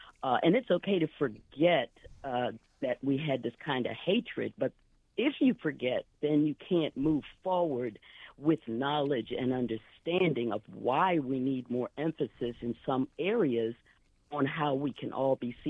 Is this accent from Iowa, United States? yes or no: no; Washington, District of Columbia, United States; born there; now in Arlington, United States; I'm from Arlington, Virginia. I was born in Washington, D.C., because Arlington has quite a colorful history.